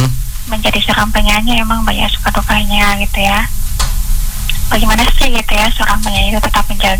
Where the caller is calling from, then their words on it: Maluku, Indonesia; Saya dari Indonesia, Maluku Tengah, Pulau Serang.